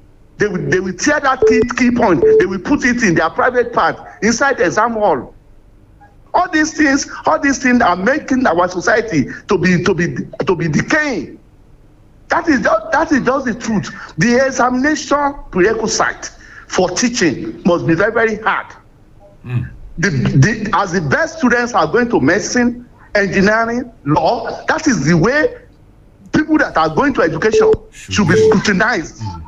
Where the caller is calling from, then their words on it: Akure, Ondo, Nigeria; This is the voice of … from Akure.